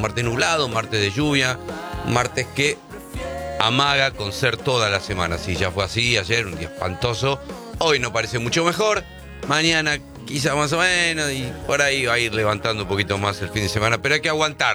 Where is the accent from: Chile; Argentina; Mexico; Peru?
Argentina; Que somos argentinos. Los argentinos somos especialistas en eso.